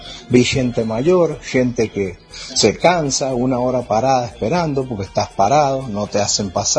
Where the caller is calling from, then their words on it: Cuadro Nacional, Mendoza, Argentina; de Cuadro Nacional.